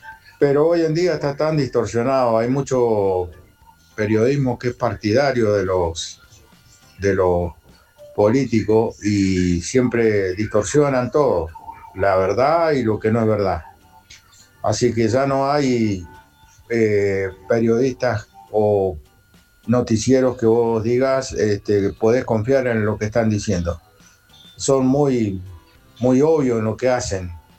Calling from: Cutral Có, Neuquén, Argentina; de Cutralcó.

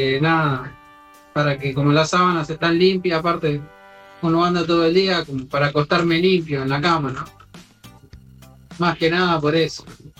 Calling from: Ramos Mejía, Buenos Aires Province, Argentina; de Ramos Mejía.

